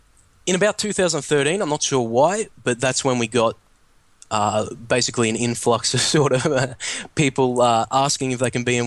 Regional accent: Australia; moved away; And I'm Australian too

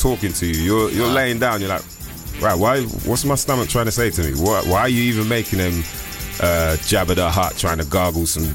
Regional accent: France; accent: French; English is a second language; I pick up on my French accent, but they still don't understand me.

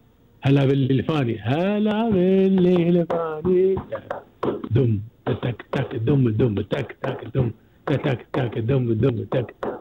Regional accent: Kuwait; عندنا في الكويت

